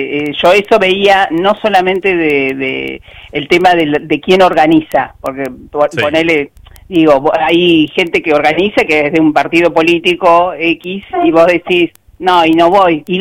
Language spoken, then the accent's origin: Spanish; Argentina; now in Río Turbio, Argentina; viste lo que somos los argentinos.